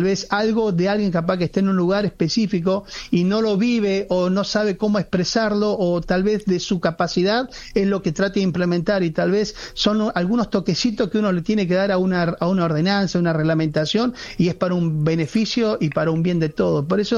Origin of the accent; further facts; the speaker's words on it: Argentina; ¿Cuándo Argentina, te das cuenta que soy argentino?